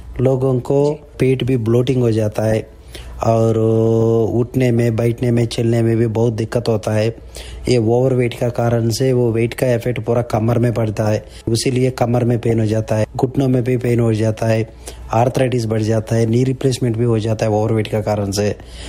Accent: South India, India; now in Canada; मैं south India से हूँ.

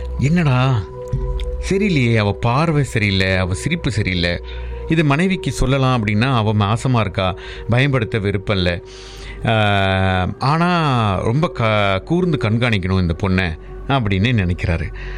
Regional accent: Varanasi, Uttar Pradesh, India; என்னை பெற்றவங்க வந்து காசியில் என்னை வந்து விட்டுட்டு போயிட்டாங்க, நான் ஒரு அனாதையாக தான் காசியில் வளர்ந்தேன்

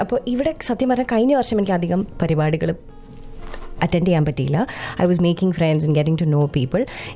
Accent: Pathanamthitta, Kerala, India; moved away as an adult; ഞാൻ ഫ്രം പത്തനംതിട്ട.

